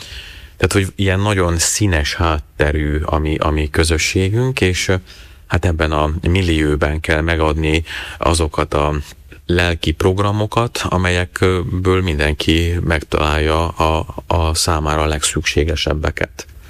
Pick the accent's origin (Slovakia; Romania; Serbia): Slovakia; Čebovce, Banská Bystrica Region; also born or lived in Šahy / Bratislava / Budapest; now in Prague, Czech Republic; Én Csábon születtem, az Ipoly mentén. Ipolyságon érettségiztem, majd Pozsonyba kerültem a szemináriumba